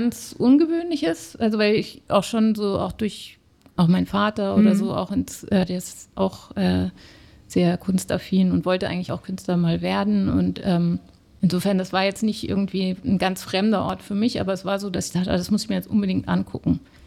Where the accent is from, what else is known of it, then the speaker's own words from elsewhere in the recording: Mannheim, Baden-Württemberg, Germany; dann sind wir in die Nähe von Mannheim gezogen, also Baden-Württemberg dann. Und dann bin ich da in Mannheim auf die Schule gekommen